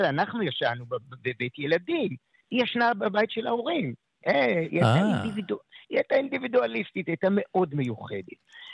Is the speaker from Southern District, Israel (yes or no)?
no; Yiftah, Northern District, Israel; אני מקיבוץ יפתח